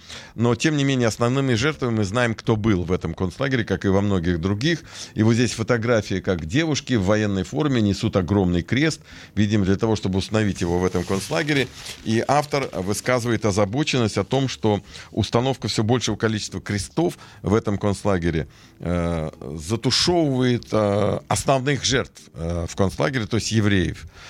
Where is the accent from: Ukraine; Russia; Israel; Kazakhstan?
Israel